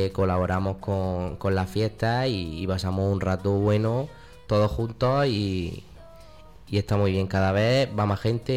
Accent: Alcantarilla, Region of Murcia, Spain; somos un barrio de Alcantarilla

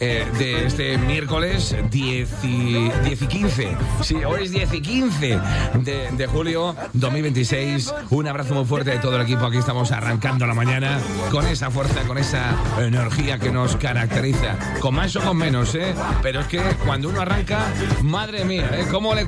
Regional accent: Spain; Yo soy español.

